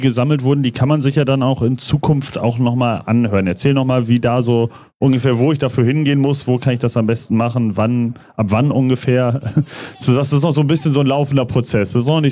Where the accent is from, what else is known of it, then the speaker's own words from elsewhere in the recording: North Rhine-Westphalia, Germany; für mich als gebürtigen Münsterländer